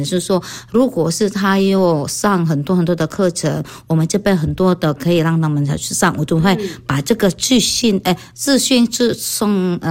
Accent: Kalimantan, Indonesia; moved away as an adult; now in Taiwan; 是因为我是因为印尼的岛是很多的岛，就有五个很大的岛。我是从加里曼丹那个岛下来的，所以我是客家人。

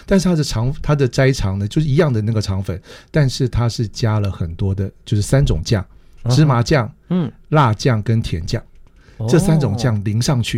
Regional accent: Hong Kong; 或者是说我的故乡也算是，因为我小时候在香港读书。

